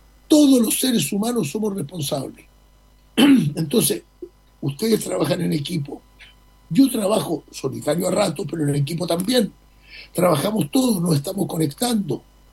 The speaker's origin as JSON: {"language": "Spanish", "town": "Rivadavia", "region": "Coquimbo", "country": "Chile", "tie": "born there", "said": "Es que yo nací en Rivadavia, en el Valle del Elqui."}